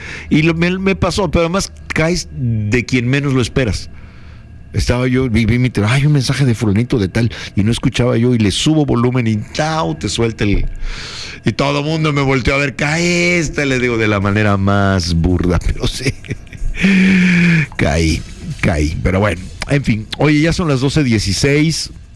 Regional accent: Tabasco, Mexico; La botana somos los tabasqueños.

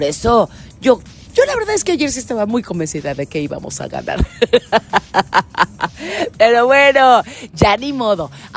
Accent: Mexico; vamos a celebrar que somos mexicanos

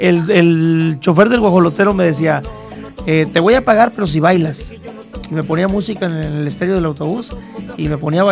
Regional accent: Pánuco, Veracruz, Mexico; also born or lived in Tamaulipas; O sea, crecí en Veracruz. Toda mi vida ha sido en Veracruz, pero nací en Tamaulipas.

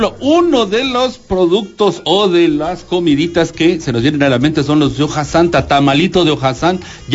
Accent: Chiapas, Mexico

